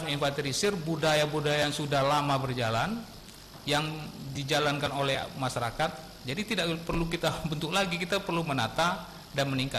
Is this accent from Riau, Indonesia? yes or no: yes; Kampar, Riau, Indonesia; Kampar ini, kita kalau kita lihat budaya kita agak berbeda dengan Rengat